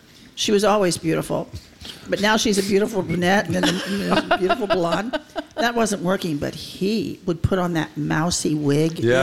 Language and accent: English; Kansas, United States; I always laughed and said I was an escapee from Kansas.